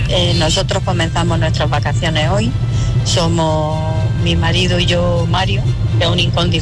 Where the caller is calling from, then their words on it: Granada, Andalusia, Spain; somos de Granada y nos dirigimos a Cantabria. Oh. Ahora mismo acabamos de salir de Granada